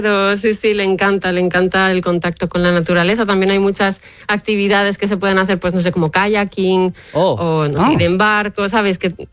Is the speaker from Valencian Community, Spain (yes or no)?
yes; Alicante, Valencian Community, Spain; aquí, bueno, de donde yo soy en Alicante, está todo muy construido